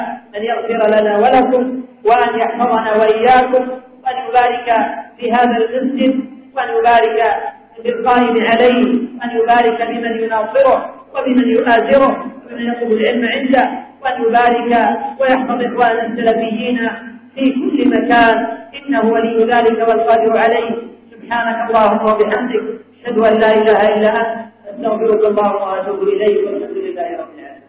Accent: Yemen; اللهم احفظ بلادنا اليمن، اللهم احفظ بلادنا اليمن

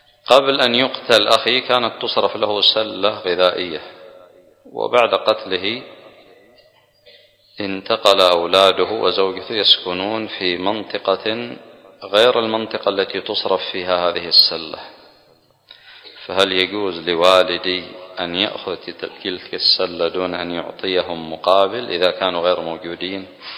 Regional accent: Yemen; عندنا في اليمن

